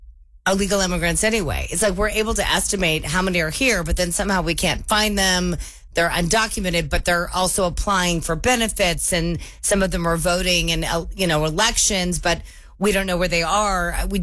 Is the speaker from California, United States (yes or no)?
no; Kansas City, Missouri, United States; moved away; also born or lived in Florida; I moved here from Florida a couple years ago, back to my hometown of Kansas City.